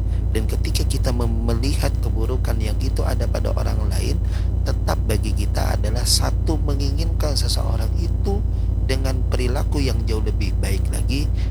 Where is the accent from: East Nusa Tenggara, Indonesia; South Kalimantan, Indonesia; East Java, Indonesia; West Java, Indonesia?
South Kalimantan, Indonesia; accent: Banjar; langsung menjawab bahasa kita Banjar tuh